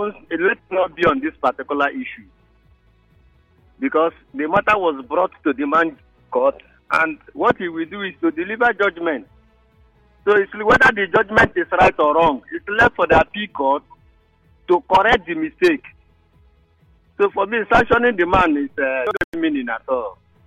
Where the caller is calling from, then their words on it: Nigeria; I'm calling from Rukmoku.